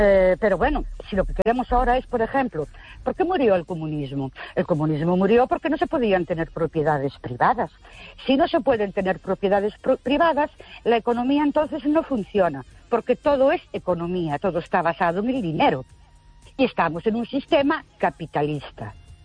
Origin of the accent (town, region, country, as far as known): Ourense, Galicia, Spain